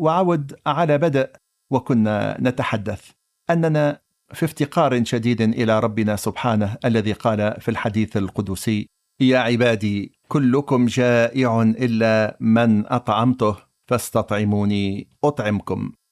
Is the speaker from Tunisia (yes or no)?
yes; Tunisia; accent: Tunisian; في لهجتنا التونسية